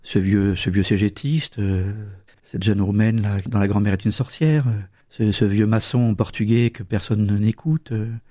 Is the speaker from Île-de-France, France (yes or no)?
no; Limoges, Nouvelle-Aquitaine, France; Quand j'étais jeune à Limoges, on faisait partie de la conférence Saint-Vincent-de-Paul